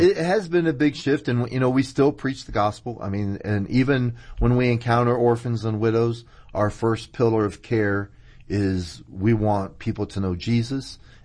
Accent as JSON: {"language": "English", "town": "Tampa", "region": "Florida", "country": "United States", "tie": "born or raised there", "said": "I was raised in Tampa."}